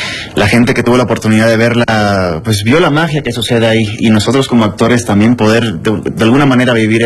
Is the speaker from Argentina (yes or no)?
no; Cuba; also born or lived in United States; now in Mexico; Pues yo llevo acá 5 años más o menos. Yo soy cubano.